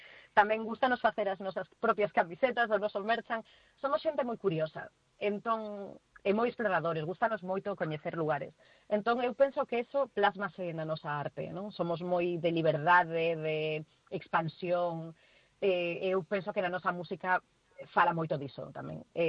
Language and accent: Galician; Galicia, Spain; A xente que somos daqui de Galicia sabemos que esos son paraxes galegos